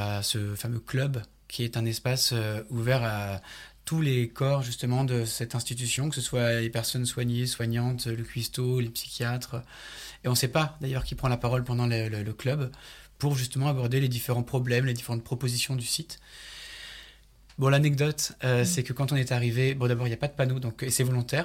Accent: Auvergne-Rhône-Alpes, France; Et on nous explique qu'on vient d'Ardèche, de l'Ardèche du Sud, tout ça.

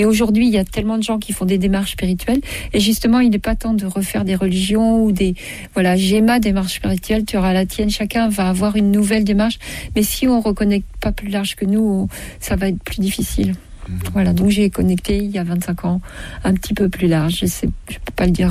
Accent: Paris, Île-de-France, France; born there; moved away; Moi, je suis née à Paris.

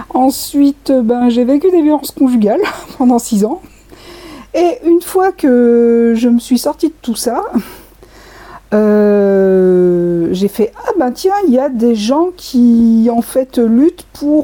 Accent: Clermont-Ferrand, Auvergne-Rhône-Alpes, France; born there; moved away as an adult

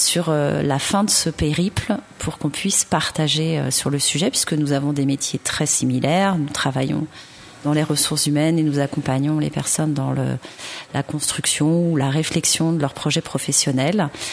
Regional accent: Île-de-France, France; Donc l'itinérance me tient à cœur puisque je ne suis pas de la région des Bauges, je suis de la région parisienne

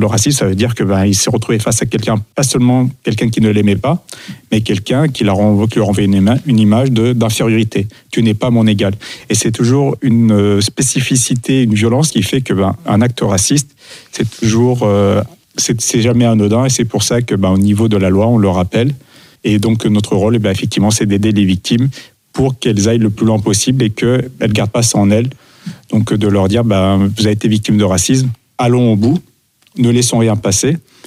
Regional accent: Normandy, France; born there; moved away; also born or lived in Paris / Nice; On a vécu dans une toute petite ville en Basse-Normandie. Et lorsque nous sommes arrivés dans cette ville, mon père est commerçant, nous étions les seuls, quasiment les seuls arabes de la ville. Donc, je suis né à Paris, assez cosmopolite

